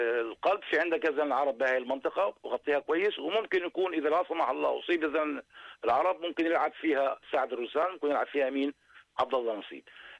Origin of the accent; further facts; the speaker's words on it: Jordan; احنا كلنا جميعا يعني كاردنيين